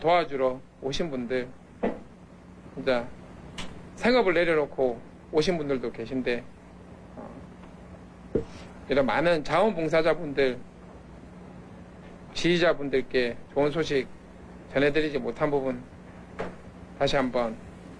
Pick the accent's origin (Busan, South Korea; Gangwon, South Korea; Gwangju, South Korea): Busan, South Korea; Buk District; 저는 제 고향 북구 발전을 위해서